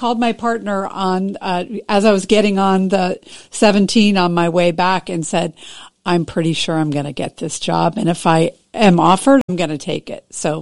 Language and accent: English; Chicago, Illinois, United States; born there; I was born in Chicago, Illinois, so I'm a Midwesterner.